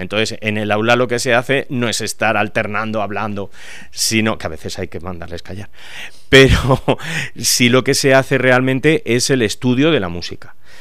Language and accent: Spanish; Aragon, Spain; now in Zaragoza, Spain; Cuando yo volví a Zaragoza hace 12 años, pues resulta que había personas que me pedían clase particular conmigo, como contratenor, como músico que soy, aragonés